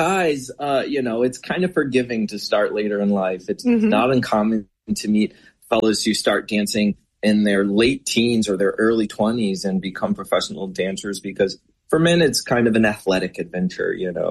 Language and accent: English; St. Louis, Missouri, United States; It is certainly something that I sort of fell into as a young kid, growing up in St. Louis, Missouri